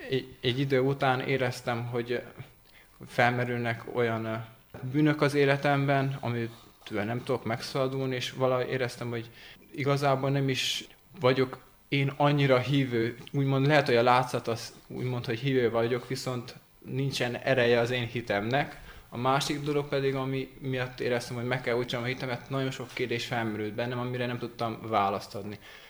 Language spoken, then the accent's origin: Hungarian; Sălaj, Romania; now in Cluj-Napoca, Romania; Én Szilágy megyéből kerültem ide Kolozsvára. Matematikát tanulni jöttem fel, és folytatom tovább tanulmányaimat